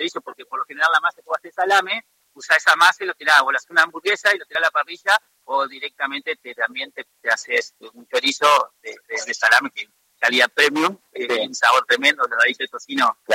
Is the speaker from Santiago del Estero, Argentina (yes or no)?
no; Viale, Entre Ríos, Argentina; born there; now in Paraná, Argentina; yo tenía acá a 50 kilómetros, donde nací en Viale, tengo un pequeño lugar donde procesamos la carne. Y bueno, obviamente abastecemos a nuestros locales comerciales que tenemos acá en Paraná.